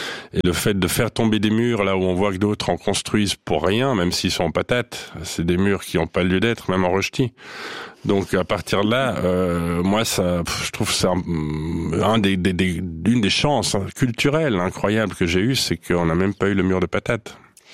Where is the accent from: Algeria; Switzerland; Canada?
Switzerland; La Tour-de-Peilz, Vaud; also born or lived in Lausanne; Bon, déjà, on est une fratrie de quatre, et puis on a grandi à la Tour de Paix. Je fais mes écoles entre Lausanne et la Tour de Paix